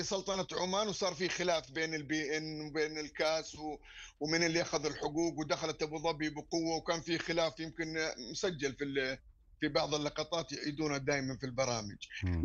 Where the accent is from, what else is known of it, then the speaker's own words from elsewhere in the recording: Saudi Arabia; هي احنا كجمهور سعودي